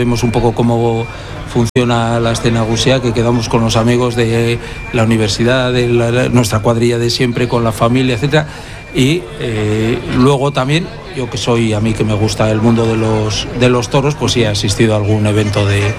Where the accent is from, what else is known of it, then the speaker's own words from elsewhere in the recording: Bilbao, Basque Country, Spain; Bueno, pues como yo creo que como bilbaíno que soy, siempre con intensidad, pero con tranquilidad también, por ser también un bilbaíno que ya ha dado el cabo de hornos de los 60 años